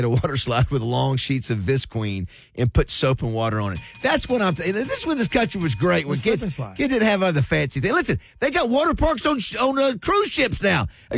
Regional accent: Panama City, Florida, United States; Of course, I thought it was funny growing up in Panama City. Hey, let's go to the water park. 100 yards is the Gulf of Mexico.

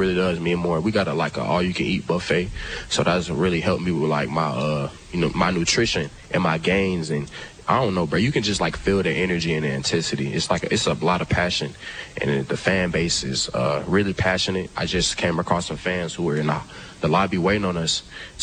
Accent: Georgia, United States; now in Arkansas, United States; I'm from Georgia too

